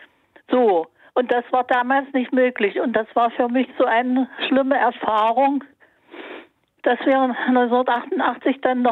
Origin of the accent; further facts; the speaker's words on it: Dessau, Saxony-Anhalt, Germany; Aber es ist halt mein Land. Ich komme aus Dessau wie der Dieter Hallervorden und der spricht ja jetzt für die CDU.